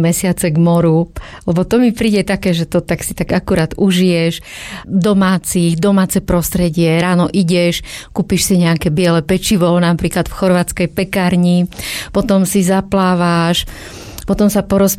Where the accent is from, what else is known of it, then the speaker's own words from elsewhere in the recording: Bystrička, Žilina Region, Slovakia; ja som z Bystričky pri Martine